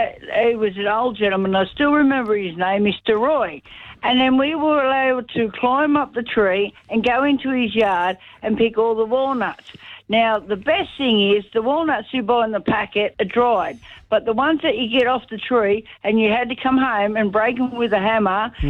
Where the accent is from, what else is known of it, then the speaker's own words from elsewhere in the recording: Emu Plains, New South Wales, Australia; Now, listen, lovelies, I grew up in Emu Plains and we had a park down the road